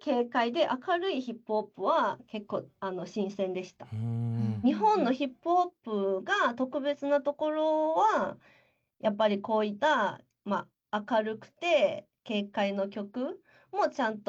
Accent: Hunan, China; Japanese is a second language; moved away; 中国の湖南省出身です。

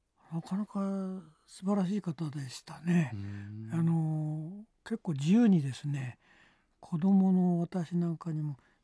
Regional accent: Hokkaido, Japan; moved away; 私は北海道の出身なんですが

